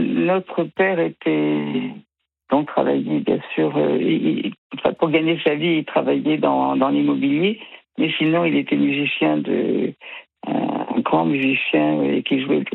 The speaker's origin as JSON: {"language": "French", "region": "Auvergne-Rhône-Alpes", "country": "France", "tie": "born or raised there", "also_born_or_lived": "Île-de-France", "moved": "yes", "said": "On est nés en Auvergne, mes frères et moi, et c'est mon père qui a insisté pour partir en région parisienne, et on a été très tristes de quitter l'Auvergne"}